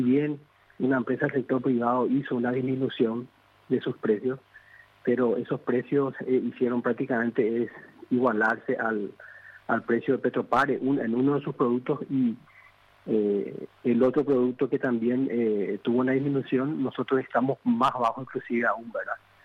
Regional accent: Paraguay; Como todo paraguayo siempre estamos pendientes de la selección, ¿verdad?

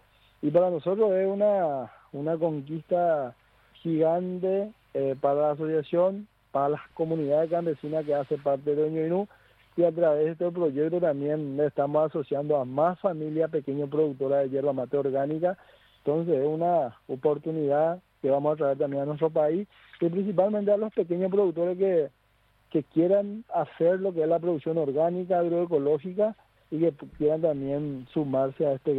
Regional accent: Paraguay; nuestra cultura, tradiciones como paraguayo

